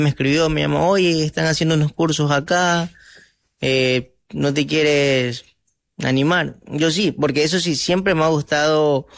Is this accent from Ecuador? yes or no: yes; Colón parish, Manabí, Ecuador; yo soy de Colón … de la parroquia Colón, sector La Mocora, para ser específico, tengo 20 años.